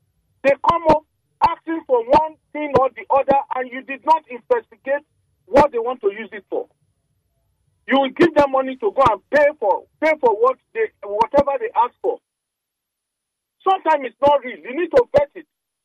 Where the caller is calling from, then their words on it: Bonny, Rivers, Nigeria; Yes, I'm calling from Bonny.